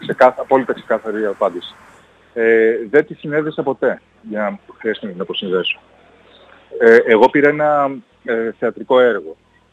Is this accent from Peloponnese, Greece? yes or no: no; Thessaloniki, Central Macedonia, Greece; Όταν είμαι εδώ, στη Θεσσαλονίκη, στην πόλη μου